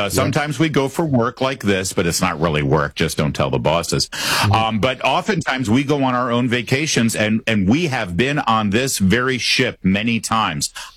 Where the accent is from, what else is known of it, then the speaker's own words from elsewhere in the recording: Michigan, United States; And I'm from Michigan originally, so he's already starting to give me garbage about that.